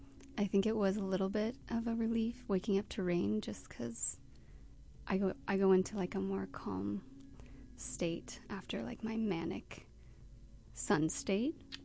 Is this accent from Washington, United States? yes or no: yes; Ellensburg, Washington, United States; born there; Well, actually, I was born in Ellensburg, Washington.